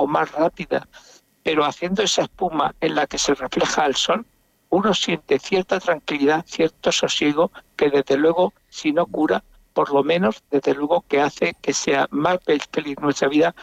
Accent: Region of Murcia, Spain; Somos la huerta de Europa en Murcia.

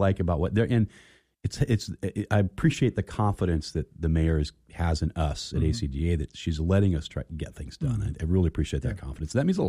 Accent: Phoenix, Arizona, United States; When I was a kid, when I was growing up in Phoenix

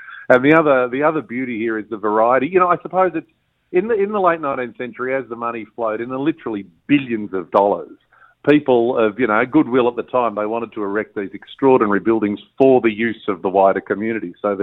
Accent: Australia

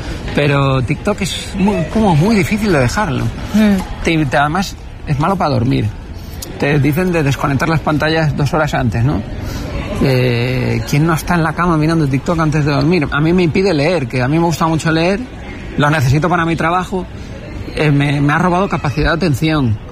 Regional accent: Canary Islands, Spain; born there; Porque yo nací en Canarias, tú eres canario.

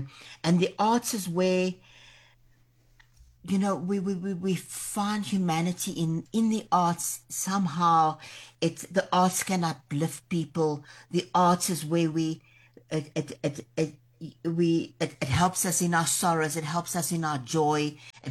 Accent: South Africa; I was born, my father goes back to Italy. My father's still alive, he lives in Italy, but I'm South African. I grew up here. I feel so connected to this incredible country.

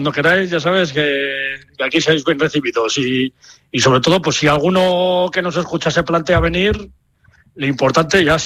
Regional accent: Haro, La Rioja, Spain; Que es el nombre que tenemos los que somos de aquí de Haro, ¿no?

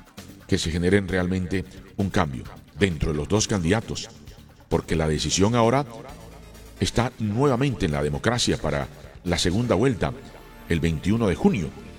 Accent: Colombia; le hablo como colombiano

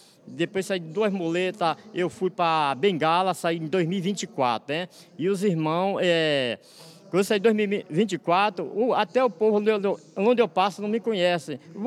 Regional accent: Feira de Santana, Bahia, Brazil; Eu venho de Feira de Santana.

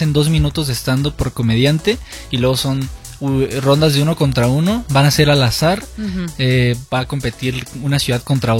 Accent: Tijuana, Baja California, Mexico; Soy de Tijuana, Baja California. ¡Viva Tijuana!

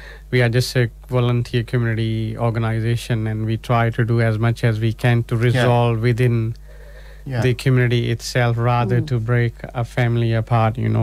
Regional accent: India; moved away; I'm from India, so in India it's so much diversity, so many religions, and every religion has different belief.

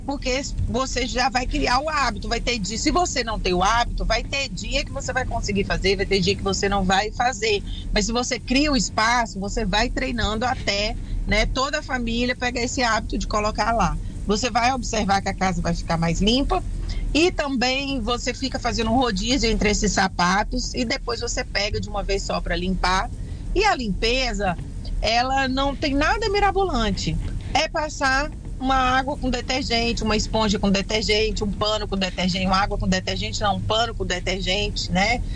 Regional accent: Minas Gerais, Brazil; Eu sou mineira do interior

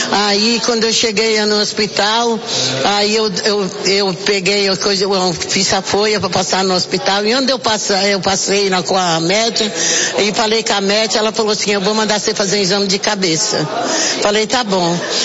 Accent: São Paulo, Brazil; Eu sou do Imperador.

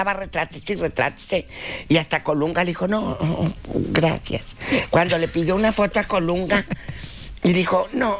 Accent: Mexico; Somos los mismos mexicanos en fregarnos.

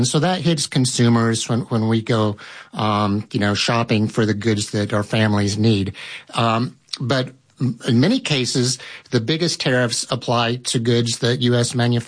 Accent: United States; As an American

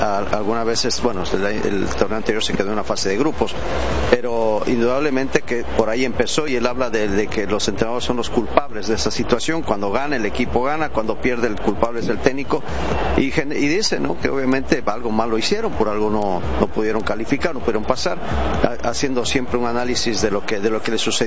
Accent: Ecuador

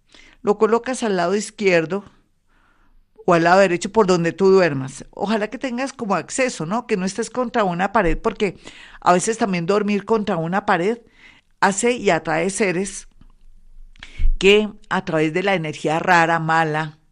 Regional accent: Colombia; ¿Ustedes por qué creen que los colombianos, en medio de tanto rollo, de tantas cosas, son felices o somos felices?

